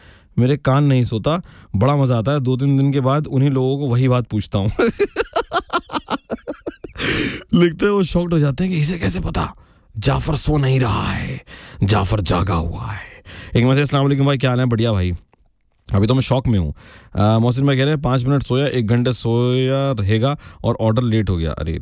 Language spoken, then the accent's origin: Hindi; Delhi, India; now in Mumbai, India; भाई मैं दिल्ली से हूं भाई, दिल्ली का टैलेंट है भाई, हम दिल्ली के गबरू हैं।